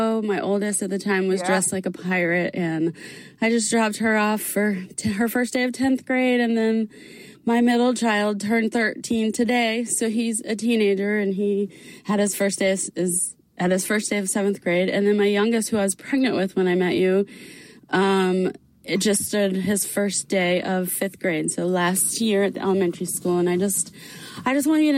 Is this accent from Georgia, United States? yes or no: yes; Georgia, United States; I am from Georgia as well, so I love hearing about Georgia.